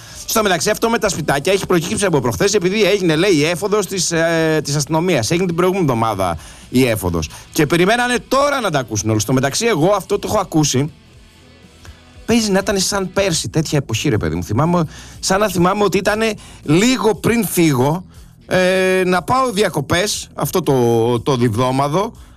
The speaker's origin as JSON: {"language": "Greek", "country": "Greece", "said": "σαν Έλληνας"}